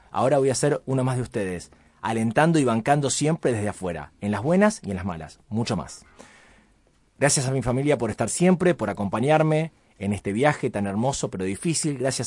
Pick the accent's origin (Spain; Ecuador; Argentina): Argentina; de parte nuestra como pueblo argentino